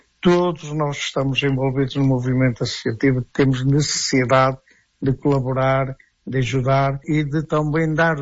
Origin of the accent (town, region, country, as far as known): Portugal